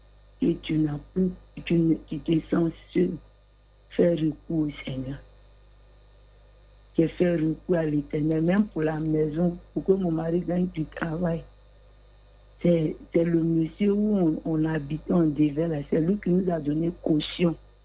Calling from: Abidjan, Côte d’Ivoire; J'appelle de Port-Boué.

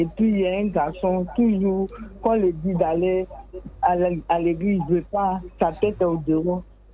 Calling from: Bobo-Dioulasso, Hauts-Bassins, Burkina Faso; C'est à Bobo.

